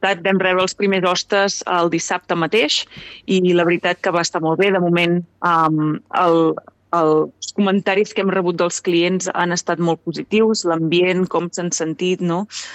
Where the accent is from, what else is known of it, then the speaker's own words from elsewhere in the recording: Jorba, Catalonia, Spain; Doncs originàriament jo soc de Jorba, d'un poble petit al voltant d'Igualada.